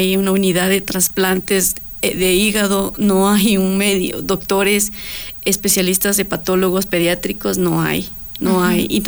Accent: Colombia; moved away; Pero me tocó empezar desde cero. Cuando vine de Colombia, me tocó empezar a mirar mis cosas que estaban dañadas.

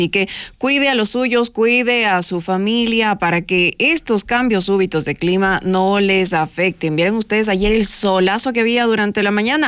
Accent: Ecuador; pendiente de lo que pasa en Ecuador, en nuestra provincia, en nuestra capital, en nuestro país.

